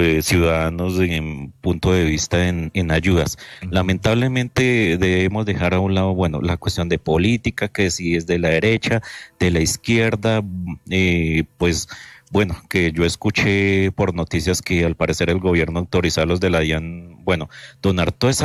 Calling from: Bogotá, Colombia; Aquí desde Fontibón, Bogotá.

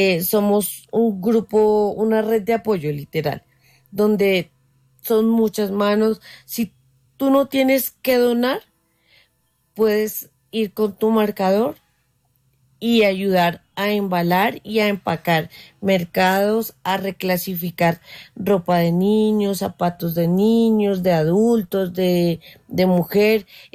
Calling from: Bogotá, Colombia; Desde Bogotá.

